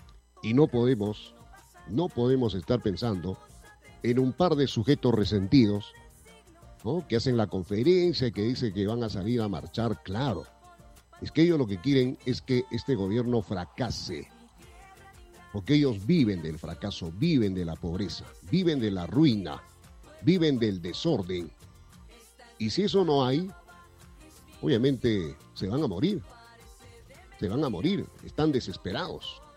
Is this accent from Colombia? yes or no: no; Peru; como buen peruano, tenemos que apoyar.